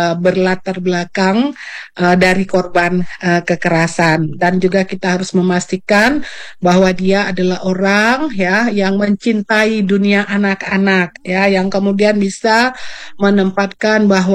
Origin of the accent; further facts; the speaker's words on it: Aceh, Indonesia; dalam konsepsi kita sebagai orang Aceh ya khususnya